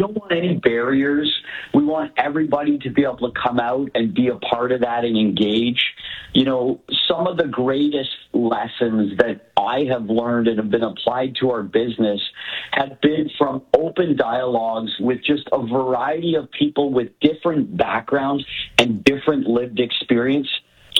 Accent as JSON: {"language": "English", "area": "Niagara", "region": "Ontario", "country": "Canada", "tie": "born or raised there", "said": "Niagara, I've been born and raised in Niagara"}